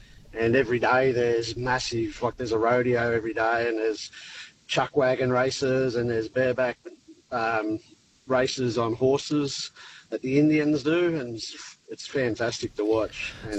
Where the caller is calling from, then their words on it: Dunedoo, New South Wales, Australia; I'm just near Dunedoo, actually